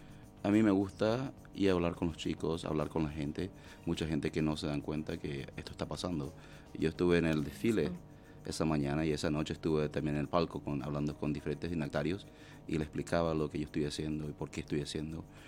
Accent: Paraguay; now in United States; de chiquito, a los 5, en Paraguay

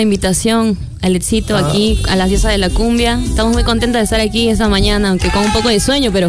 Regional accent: Lima, Peru; Yo vengo del rico San Juan del Urigancho

